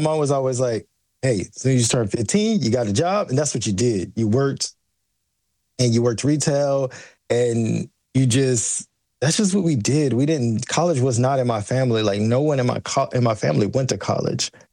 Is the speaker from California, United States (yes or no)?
no; Georgia, United States; So, you know, me and my friends, especially growing up in Georgia, like we have woods, a lot of woods everywhere.